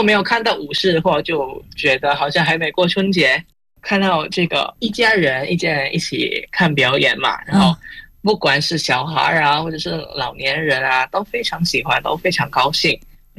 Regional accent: Pontianak, West Kalimantan, Indonesia; now in Jakarta, Indonesia; 在昆甸我的家乡

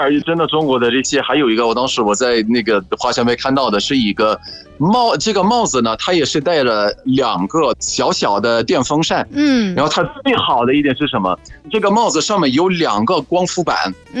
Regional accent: Egypt

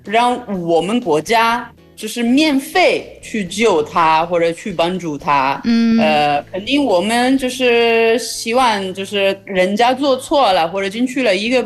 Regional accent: Italy; Chinese is a second language; 来自意大利。

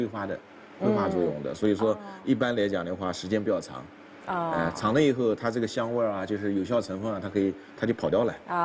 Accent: Nanjing, Jiangsu, China; 我们就是南京的话比较有名的、非常有富于人情味的小吃甜品。

